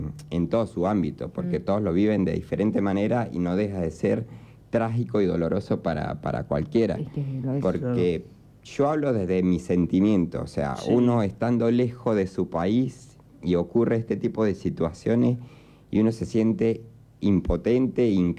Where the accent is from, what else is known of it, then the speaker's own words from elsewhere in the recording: Mérida, Venezuela; moved away; nosotros somos de otra provincia, somos de Mérida